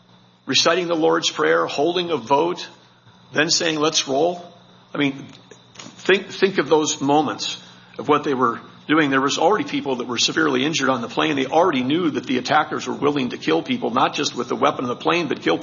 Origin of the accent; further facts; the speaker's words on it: North Dakota, United States; I'm from North Dakota